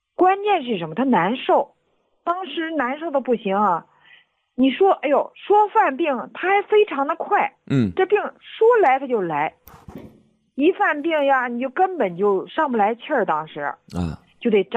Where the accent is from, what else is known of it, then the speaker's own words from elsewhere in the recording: Shijiazhuang, Hebei, China; 我是石家庄的一名退休老师。